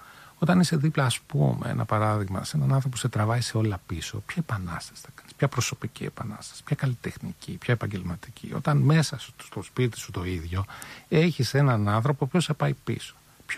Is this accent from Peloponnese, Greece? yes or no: yes; Oitylo, Peloponnese, Greece; Εγώ είμαι από τη μία πλευρά, από το Ήτειλο.